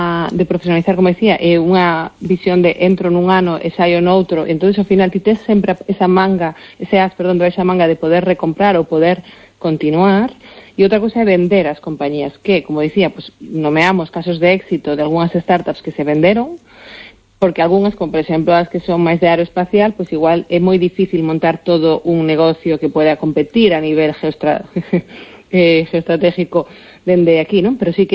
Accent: Galicia, Spain; Pero a nivel galega, como galega falando, eu creo que é importante que conseguiramos máis fondos ou máis capital galego invertindo nestas iniciativas.

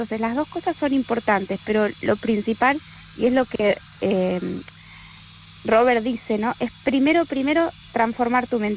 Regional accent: Argentina; moved away as an adult; now in Spain; yo soy argentina, de madre gallega, ¿no? O sea, hace 4 años que estoy aquí, pero es un taller que vengo haciendo en Argentina hace bastante tiempo

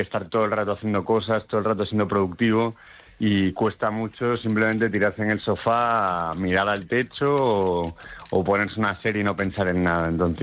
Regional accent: A Coruña, Galicia, Spain; pasado mañana tocamos en Coruña, que es nuestra... la casa mía y de Miguel, el batería … que somos los dos de Coruña

